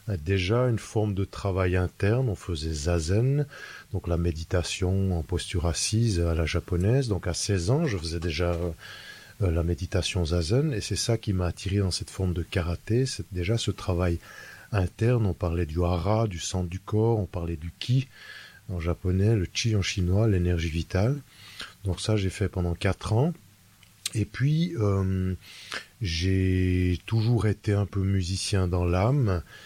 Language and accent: French; Switzerland; born there; je suis né en Suisse, j'ai 46 ans